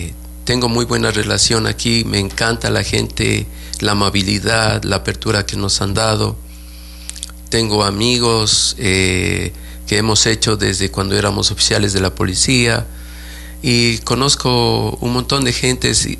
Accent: Tulcán, Carchi, Ecuador; moved away as an adult; also born or lived in Quito / United States; now in Macas, Ecuador; La gente piensa que soy de aquí, de Macas, pero realmente no lo soy. Soy carchense, soy de la ciudad de Tulcán, nací, crecí, estudié en Tulcán

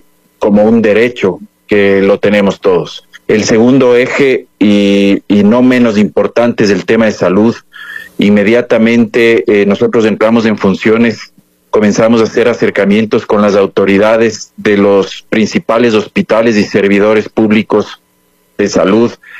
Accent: Ambato, Tungurahua, Ecuador; La verdad es que soy una persona muy querendona de mi tierra, de mi Ambato, de mi Tungurahua

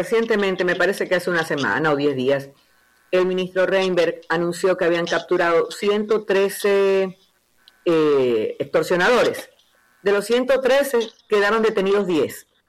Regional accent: Ecuador; nosotros como ecuatorianos

